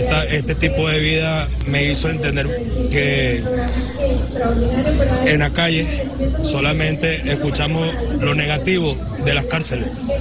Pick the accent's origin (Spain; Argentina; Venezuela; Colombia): Venezuela; Maturín, Monagas; Yo soy de Maturín